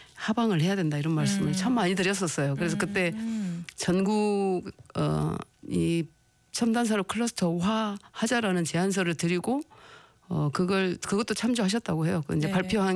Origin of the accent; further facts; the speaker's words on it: Honam, South Korea; 제가 무슨 호남 출신이라서 뭐 찬성하고 뭐 이런 게 아니라